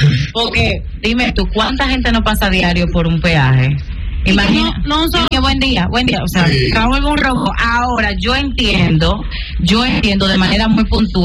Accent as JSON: {"language": "Spanish", "country": "Dominican Republic", "said": "nosotros como dominicanos y dominicanas"}